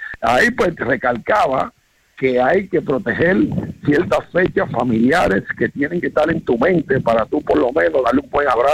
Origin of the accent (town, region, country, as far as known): Puerto Rico